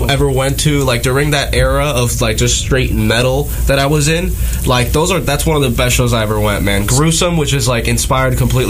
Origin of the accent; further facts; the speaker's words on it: Albany, New York, United States; also born or lived in Puerto Rico; I moved up here from Puerto Rico, so it's just amazing that of all the places that I could have moved to, I moved to Albany, and then as I'm growing up, that scene is popping, dude.